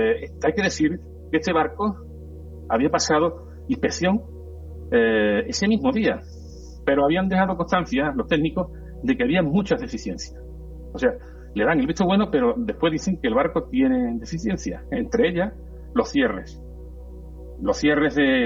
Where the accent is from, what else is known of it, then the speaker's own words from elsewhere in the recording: Cádiz, Andalusia, Spain; yo soy de Cádiz